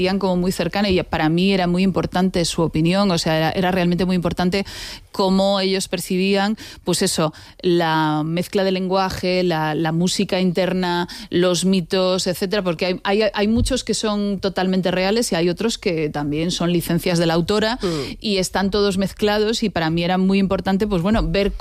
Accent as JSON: {"language": "Spanish", "town": "A Coruña", "region": "Galicia", "country": "Spain", "said": "Soy gallega digámoslo, soy gallega. Gallega de A Coruña."}